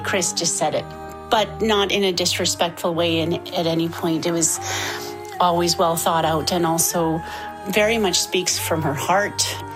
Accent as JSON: {"language": "English", "region": "Alberta", "country": "Canada", "said": "I am from the Little Red River Cree Nation in northern Alberta."}